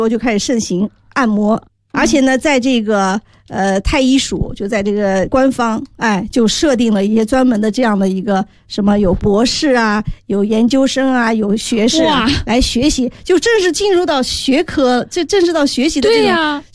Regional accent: China; 我们中国人

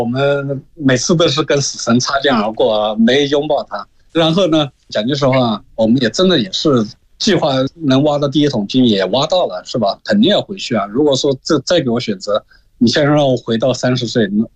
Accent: China; 我不是一个国人，我是一个中国人，

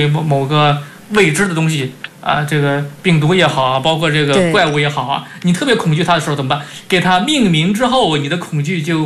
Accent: China

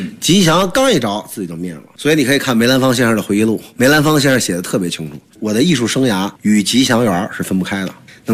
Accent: Beijing, China; 因为我从小我出生在朝阳门那小街儿，就在朝南宫酱油胡同

